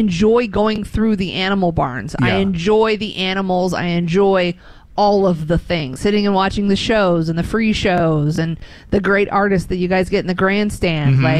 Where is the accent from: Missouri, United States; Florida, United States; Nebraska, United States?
Missouri, United States; But I mean, I grew up in Missouri, and the Missouri State Fair is not a thing like this.